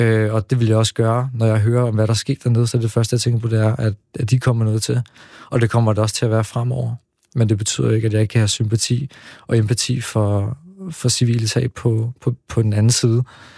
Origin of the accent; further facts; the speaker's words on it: Slagelse, Zealand, Denmark; born there; also born or lived in Israel; now in Copenhagen, Denmark; jeg er vokset op i delvist i Slagelse